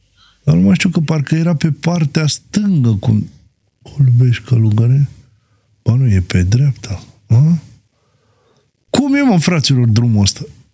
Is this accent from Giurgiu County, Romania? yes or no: yes; Giurgiu, Giurgiu County, Romania; Eu sunt din Giurgiu.